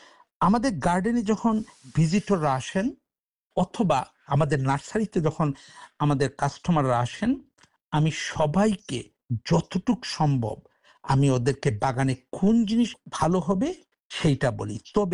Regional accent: Bangladesh; now in Sydney, Australia; যেহেতু আমি বাংলাদেশে আমার জন্ম এবং বেড়ে ওঠা, আর আমাদের বাংলাদেশের জাতীয় ফল ছিল কাঁঠাল

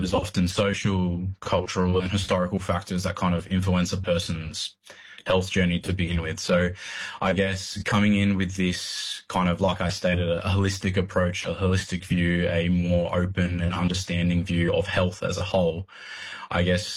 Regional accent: New South Wales, Australia; I'm a proud Wiradjuri man with family connections to the Cowra and Cootamundra regions of New South Wales.

